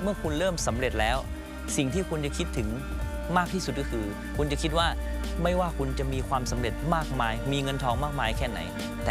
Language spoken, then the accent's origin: Thai; Phayao, Thailand; เลยตัดสินใจที่จะกลับมาอยู่จังหวัดพะเยาที่เนี่ยมันคือบ้านของเราแล้วบางครั้งเนี่ยเราก็อยากรู้สึกว่าเราได้โตที่นี่ทำอะไรที่นี่